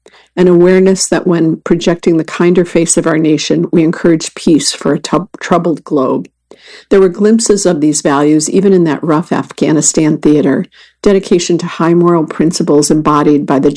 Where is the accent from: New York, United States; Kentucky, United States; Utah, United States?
Kentucky, United States; Owensboro; Owensburg, Kentucky. There's a landmark in my hometown, Owensburg, Kentucky, Wonder Whip, a 1950s-era hamburg and ice cream stand.